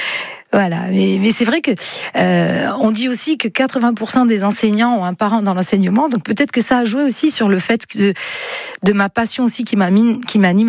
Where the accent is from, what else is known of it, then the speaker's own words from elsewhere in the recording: Sagone, Corsica, France; also born or lived in Bastia / Nice; J'étais à Sagone, mes parents habitaient Sagone, et on habitait une villa qui était sur deux étages.